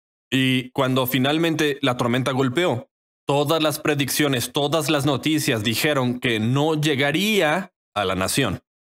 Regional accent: South Africa; soy de Sudáfrica, así que solo asistía en línea.

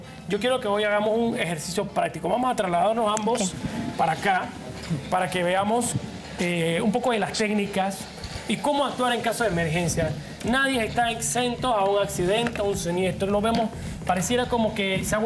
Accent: Panama

